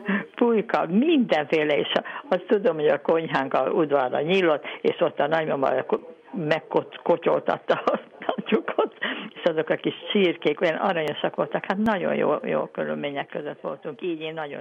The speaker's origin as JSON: {"language": "Hungarian", "region": "Budapest", "country": "Hungary", "tie": "born or raised there", "said": "Kalotaszeg utcában laktam, elég szép nevű utca, Budán"}